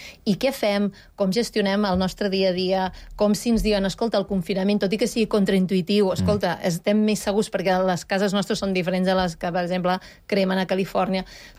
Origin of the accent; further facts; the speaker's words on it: Banyoles, Catalonia, Spain; jo que soc de Banyoles